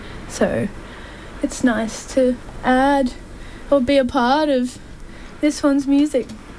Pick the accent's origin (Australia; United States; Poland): Australia; Brisbane, Queensland; I'm a Brizzy girl. I grew up on the north side.